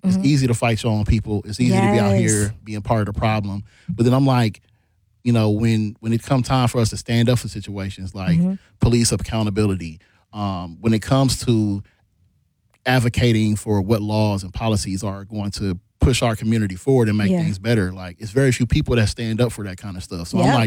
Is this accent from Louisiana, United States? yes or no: no; Mississippi, United States; moved away; It's crazy that I say I grew up in Mississippi, but I dealt with racism here.